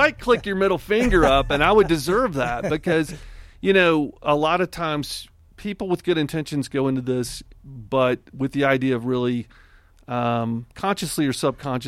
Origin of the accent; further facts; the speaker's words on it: Alabama, United States; I am the pastor from Alabama, and my head goes to that.